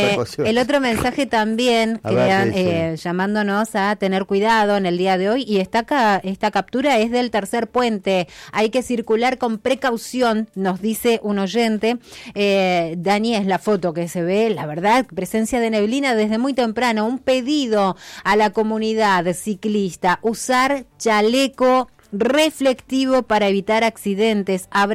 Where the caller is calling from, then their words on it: San Antonio Oeste, Río Negro, Argentina; Hola, buenos días. … de San Antonio Oeste.